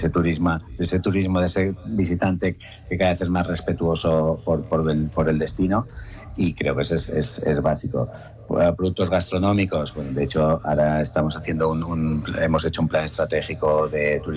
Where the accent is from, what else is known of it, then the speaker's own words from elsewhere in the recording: Estellencs, Balearic Islands, Spain; Yo vengo también de la Sierra Tramuntana, un pueblecito más al sur que de donde estáis, Estellencs